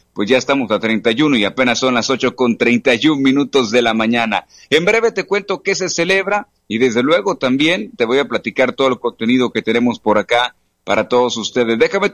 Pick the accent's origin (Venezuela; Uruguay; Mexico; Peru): Mexico; como buen mexicano que somos aquí en la producción de Modo Play